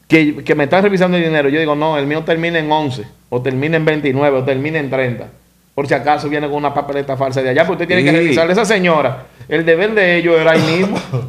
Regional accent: Dominican Republic; nosotros como dominicanos

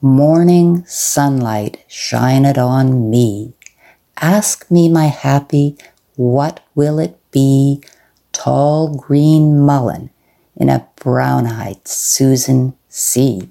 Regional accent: Saskatoon, Saskatchewan, Canada; I am from Saskatoon

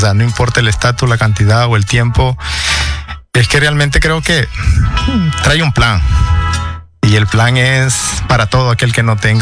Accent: south, Honduras; Somos de Honduras, orgullosamente, de un área caliente, ¿verdad? Donde se come el marisco y los curiles.

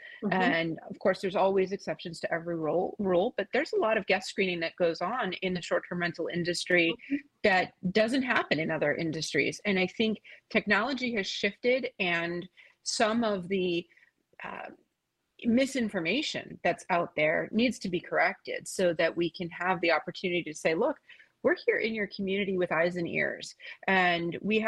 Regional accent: Ottawa, Ontario, Canada; I'm originally from Ottawa, the Children's Hospital of Eastern Ontario. That was where my mom was a nurse.

